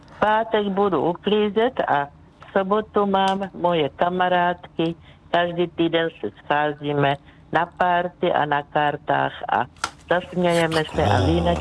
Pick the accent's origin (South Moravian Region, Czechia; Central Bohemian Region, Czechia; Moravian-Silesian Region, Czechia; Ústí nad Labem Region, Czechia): South Moravian Region, Czechia; Takže já jsem z Moravy, takže tam od Břeclavy, takže u nás bylo vždycky vína dost